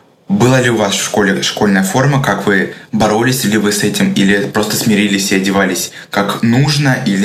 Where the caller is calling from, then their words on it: Rostov Oblast, Russia; мне 16 лет, я из Ростовской области